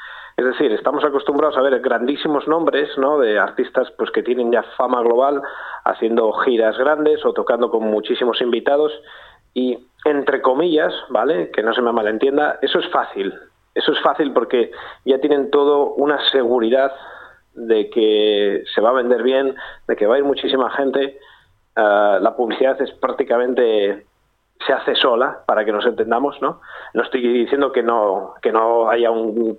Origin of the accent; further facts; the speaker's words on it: Cantabria, Spain; no somos los únicos cántabros en la programación